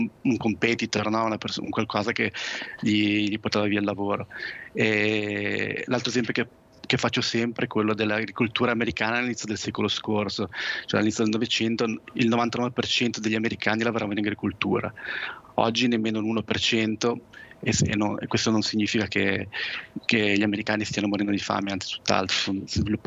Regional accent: Savignone, Liguria, Italy; Sì, io vengo da Savignone, vengo dall'entroterra, però insomma.

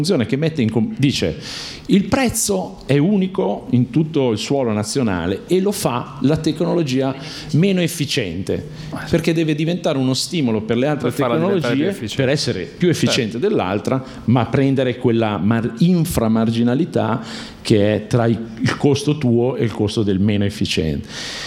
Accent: Milan, Lombardy, Italy; non qui, ma perché sono di Milano.

